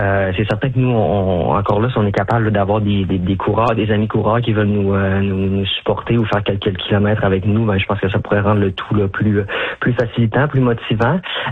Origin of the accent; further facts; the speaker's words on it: Alma, Quebec, Canada; moved away as an adult; now in Quebec City, Canada; sur notre région administrative, sur notre ville natale, donc Alma.